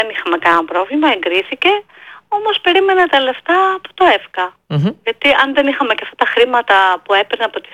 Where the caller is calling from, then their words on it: Attica, Greece; από Αττική.